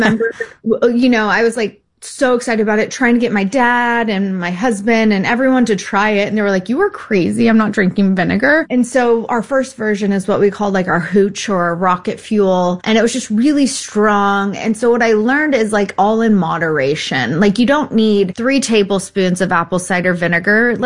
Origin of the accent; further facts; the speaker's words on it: Texas, United States; So we decided to buy a little house in Dallas, Texas, because I was from Texas. And I was like, oh, let's go home.